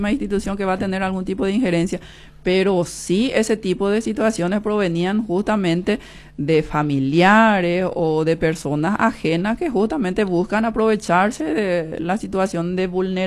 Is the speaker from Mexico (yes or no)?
no; Paraguay